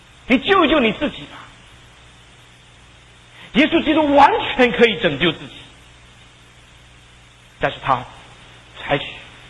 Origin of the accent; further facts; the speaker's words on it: China; 今天有一些弟兄姐妹在这个世界上，不单是我们中国人，还有很多的弟兄姐妹